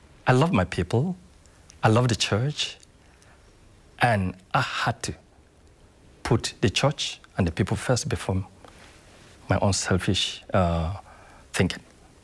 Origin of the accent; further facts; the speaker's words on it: Kaduna State, Nigeria; I schooled there, and also it's in my state